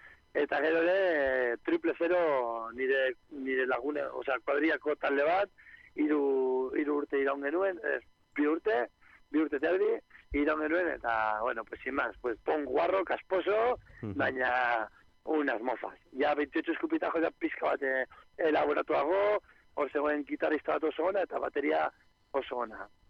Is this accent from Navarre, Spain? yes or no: no; Bilbao, Basque Country, Spain; ni bilbotarra naiz eta kolorea hau ikusten dut, egunero.